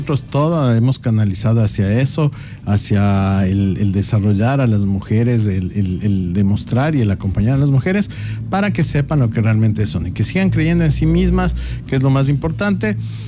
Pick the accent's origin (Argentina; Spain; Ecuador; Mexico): Ecuador; somos ecuatorianos, que sí podemos. Y somos ecuatorianos, sí señor.